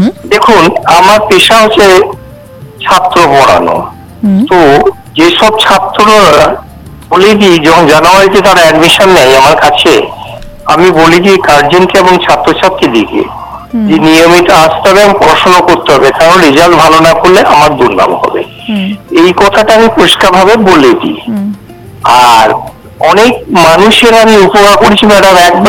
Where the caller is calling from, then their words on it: Ilambazar, West Bengal, India; আমি পশ্চিমবঙ্গের বীরভূম জেলার অন্তর্গত ইলামবাজার নিকট ঘুরিষে গ্রাম থেকে